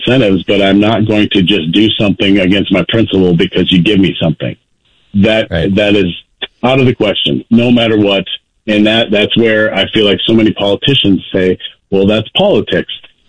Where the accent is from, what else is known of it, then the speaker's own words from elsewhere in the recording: North St. Paul, Minnesota, United States; now in Oakdale, United States; So 44B is North St. Paul, which is my hometown